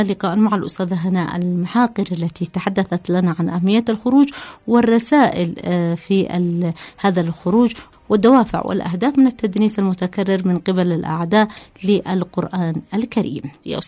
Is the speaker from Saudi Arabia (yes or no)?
no; Yemen; في بلادنا اليمن